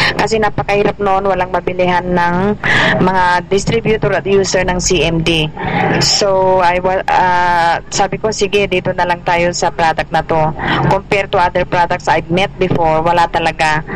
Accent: Malasiqui, Pangasinan, Philippines; Malasiki, Pangasinan. I'm from Malasiki, Pangasinan.

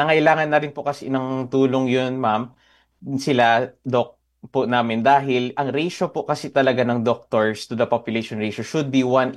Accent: Central Luzon, Philippines; Ako po ay from Zambales din po. Tubang Zambales.

